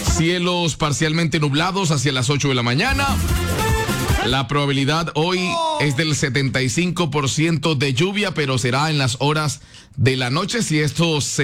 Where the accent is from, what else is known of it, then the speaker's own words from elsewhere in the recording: Villavicencio, Meta, Colombia; Así se vive o así se recibe septiembre en mi tierra, Villavicencio